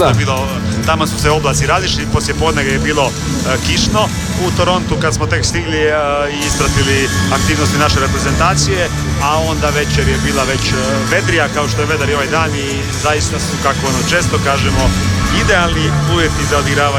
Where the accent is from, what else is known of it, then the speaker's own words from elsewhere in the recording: Croatia; odnosno čuši da smo za stolom iz Hrvatske